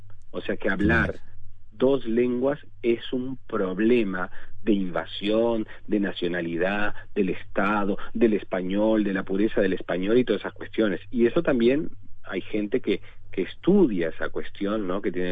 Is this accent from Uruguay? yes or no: yes; Artigas, Uruguay; accent: Artigas; Ahora yo, que vengo de 600 kilómetros y mantengo mi acento de Artigas, está mal.